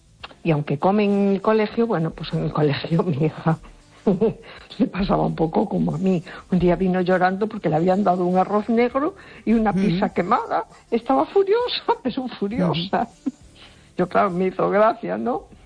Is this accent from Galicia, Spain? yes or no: yes; A Coruña, Galicia, Spain